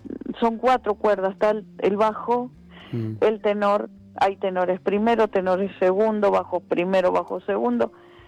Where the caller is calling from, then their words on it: Buenos Aires, Argentina; Soy de Barracas.